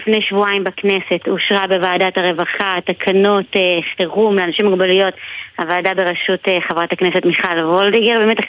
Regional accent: Northern District, Israel; כשאני הייתי ילדה במלחמת המפרץ, גדלתי בצפון

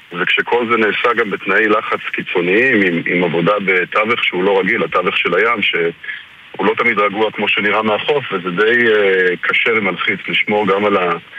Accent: Southern District, Israel; also born or lived in Krayot; האמת שבגיל צעיר אנחנו עברנו מהקריות לדרום, אז קצת גדלתי יותר במדבר

